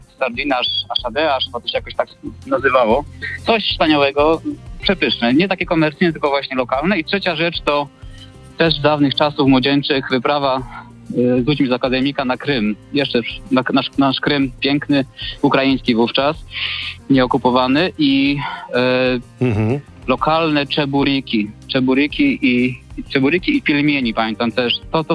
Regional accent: Greater Poland Voivodeship, Poland; Mamy czy babci, nie wiem, tam u nas, bo ja z Wielkopolski, to u nas taka na przykład pojtka była

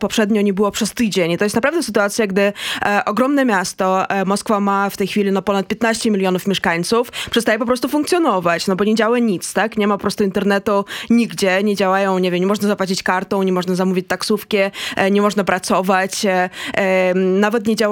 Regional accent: Smolensk, Smolensk Oblast, Russia; moved away as an adult; also born or lived in Moscow; ja pochodzę ze Smoleńska. Smoleńsk znajduje się w kilku kilometrach od Katynia i ja akurat kończyłam szkołę we wczesnych latach 2000

